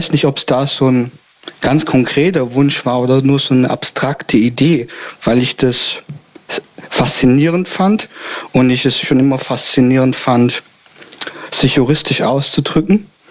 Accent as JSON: {"language": "German", "region": "Baden-Württemberg", "country": "Germany", "said": "Ich komme aus, ja, komm aus der Gegend Stuttgart. Also das ich sag jetzt mal so grob."}